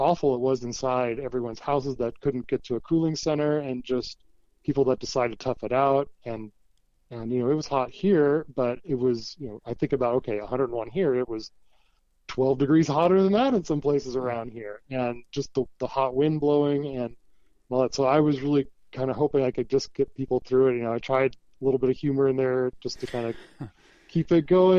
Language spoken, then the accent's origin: English; West Coast, United States; also born or lived in Port Angeles, Washington; Yeah, I was born in Port Angeles. Right. My dad was Coast Guard, so we moved around a bit as a kid, you know, transferred around, but mostly West Coast. And then, so I kind of say I grew up on the Pacific Coast, you know, Washington, Oregon, California